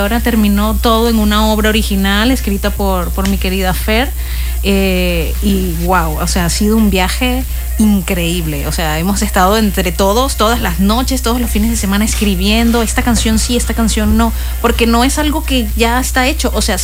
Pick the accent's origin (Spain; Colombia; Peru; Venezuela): Venezuela; moved away as an adult; also born or lived in Brazil; now in Cancún, Mexico; Llevo yo dando clases de canto desde el año 2006 en Venezuela. Yo soy de Venezuela. Llegué a Cancún en el año 2015.